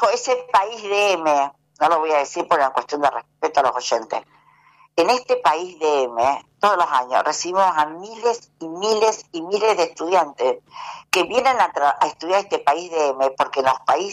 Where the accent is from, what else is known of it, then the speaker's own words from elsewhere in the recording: Argentina; Somos tramposos los argentinos